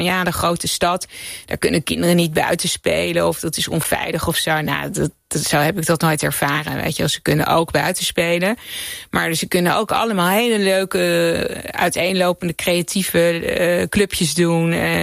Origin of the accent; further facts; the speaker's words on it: Zoeterwoude, South Holland, Netherlands; Maar nee, ik ben in Zoeterwoude opgegroeid. Dat is een dorp bij Leiden. Ik zat in Leiden op de middelbare school.